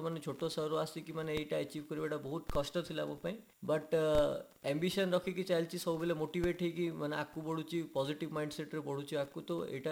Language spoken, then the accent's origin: Odia; Bhawanipatna, Odisha, India; ମୋ ଗାଁ ହେଉଛି ବ୍ରାହ୍ମଣଛିଣ୍ଡିଆ, ଭବାନୀପାଟଣାରେ ବଢ଼ିଛି